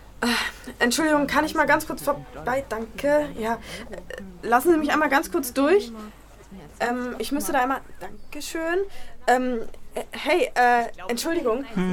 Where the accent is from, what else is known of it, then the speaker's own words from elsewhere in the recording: Düsseldorf, North Rhine-Westphalia, Germany; Du bist Kölner, ich komme aus Düsseldorf.